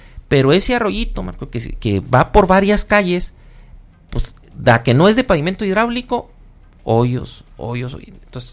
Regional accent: Madera, Chihuahua, Mexico; born there; now in Ciudad Juárez, Mexico; por adopción, porque nací en Madera.

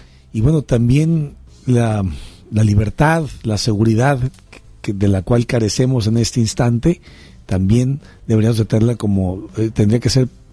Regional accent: Mexico; nos encontramos inmersos como mexicanos

